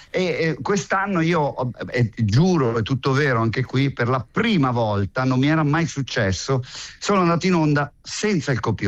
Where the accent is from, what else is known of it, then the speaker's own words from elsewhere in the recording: San Donato Milanese, Lombardy, Italy; io vengo da Metanopoli, sono un figlio del proprio del cane a sei zampe.